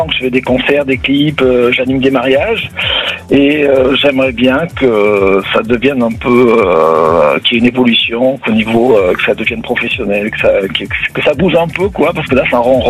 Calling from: Aulnay-sous-Bois, Île-de-France, France; Aulnay-sous-Bois.

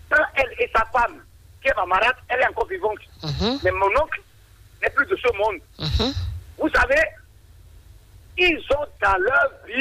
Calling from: Sèmè-Kpodji, Ouémé, Benin; De la commune de Semekpoji.

